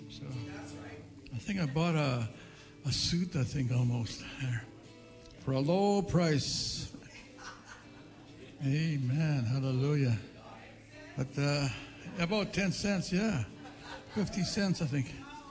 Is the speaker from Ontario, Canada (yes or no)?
no; Manitoba, Canada; also born or lived in Churchill, Manitoba; They call it Bayline. That's from the paw to Churchill. So that's where I grew up, on the Bayline. And that was my home.